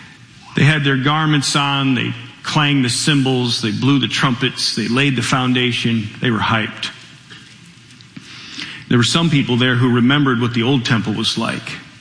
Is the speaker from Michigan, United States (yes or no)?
yes; Michigan, United States; born or raised there